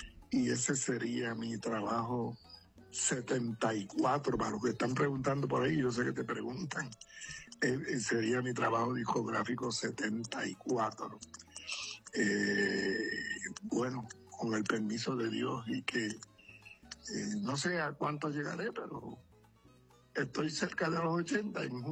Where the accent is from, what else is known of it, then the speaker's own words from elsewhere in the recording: Naranjito, Puerto Rico; born there; el 6 de mi pueblo, que tú lo tienes hasta un anuncio por ahí, el 6 de Naranjito